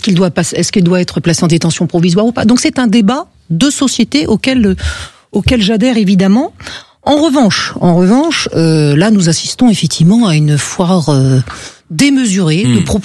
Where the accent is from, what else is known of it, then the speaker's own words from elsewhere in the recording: Occitanie, France; now in Toulouse, France; Oui, je suis du Gers.